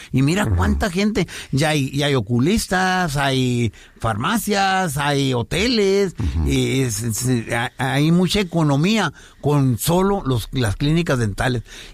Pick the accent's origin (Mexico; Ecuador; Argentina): Mexico; Sonora; pero es realmente muy tranquilo, y su gente son un amor de personas, como somos los de Sonora.